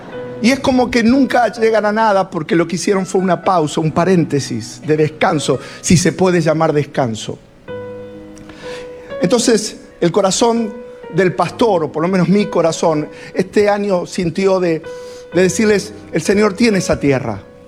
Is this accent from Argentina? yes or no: yes; Argentina; los problemas que pasamos como argentinos